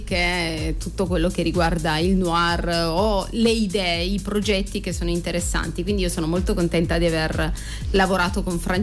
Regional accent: Turin, Piedmont, Italy; io sono nata e cresciuta in Barriera di Milano e poi ho fatto diverse esperienze anche fuori di studio e lavoro, però alla fine sono tornata nel quartiere

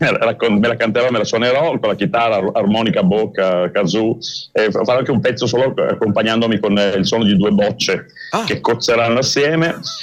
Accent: Piedmont, Italy; fuori onda non sono molto credibile come cantastorie piemontese in questo momento

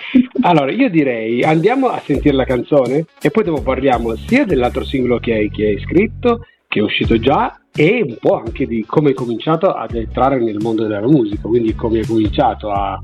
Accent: Eboli, Campania, Italy; moved away; Io e il direttore siamo contenti perché siamo di Eboli come origine.

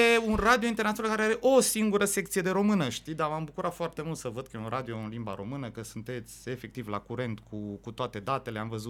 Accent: Romania; Eu care vin din România

